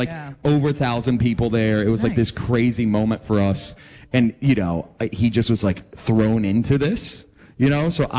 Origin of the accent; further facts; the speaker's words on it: Atlanta, Georgia, United States; for us growing up in Atlanta